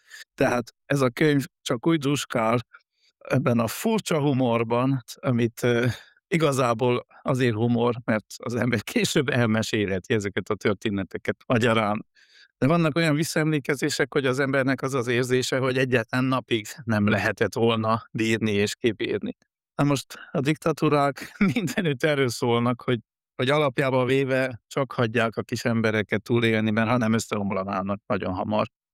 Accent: Covasna, Romania; én kovásznai származású vagyok, Kovászné kis fürdővárosa Kárpát-kanyarban

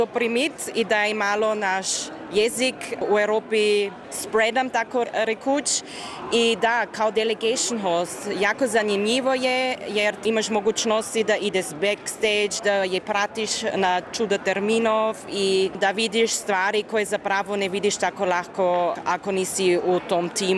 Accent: Burgenland, Austria; first language Croatian; Kao gradišćanska Hrvatica mi je velika čast da je moram malo našu manjinu u ovaj veliki šari okvir doprimit i da je malo naš jezik u Europi spredam tako rekuć.

